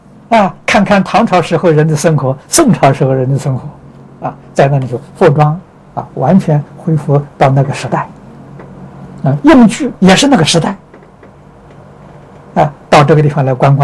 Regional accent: China; 这是比我们中国人高明之处

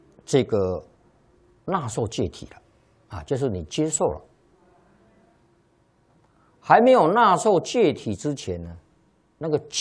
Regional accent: China

